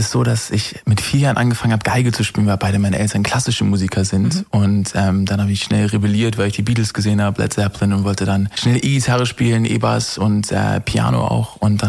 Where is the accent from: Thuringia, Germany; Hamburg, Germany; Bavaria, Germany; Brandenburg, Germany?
Hamburg, Germany; Ich bin heute Morgen, ich komme aus Hamburg und bin heute um 4.09 Uhr im Zug gesessen auf den Weg nach München